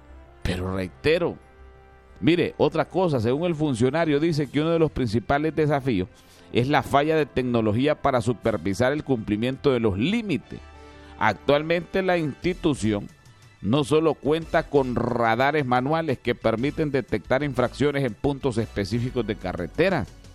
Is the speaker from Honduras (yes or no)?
yes; Honduras; nosotros los hondureños.